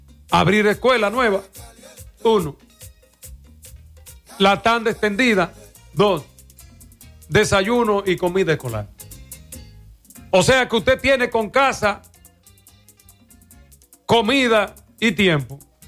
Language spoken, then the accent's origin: Spanish; Dominican Republic